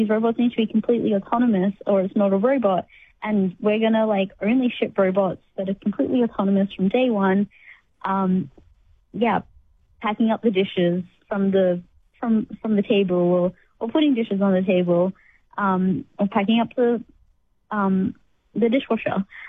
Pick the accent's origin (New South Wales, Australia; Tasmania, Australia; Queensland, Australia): Queensland, Australia; also born or lived in Cairns; When I was 10, growing up in Far North Queensland